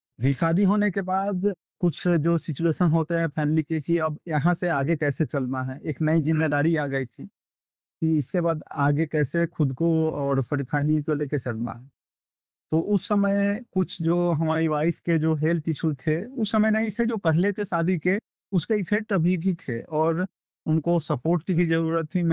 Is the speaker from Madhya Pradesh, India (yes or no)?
no; Motihari, Bihar, India; moved away as an adult; now in Muzaffarpur, India; मैं बिहार का रहने वाला हूँ, बिहार के मोतिहारी एक डिस्ट्रिक्ट है, मोतिहारी में महसी मेरा गाँव है, वहाँ से मैं रहने वाला हूँ।